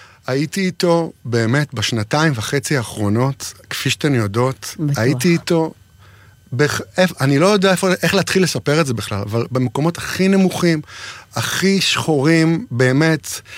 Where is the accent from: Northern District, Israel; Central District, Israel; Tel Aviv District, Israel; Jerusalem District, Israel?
Northern District, Israel; Nof HaGalil; moved away; אני מנצרת עילית, אלוהי נוף הגליל.